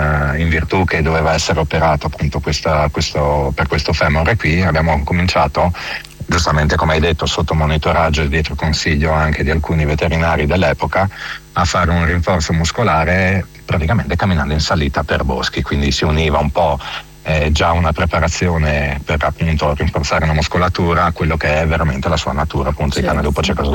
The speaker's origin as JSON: {"language": "Italian", "region": "Friuli-Venezia Giulia", "country": "Italy", "said": "da friulano che sono, comunque vengo dalla montagna"}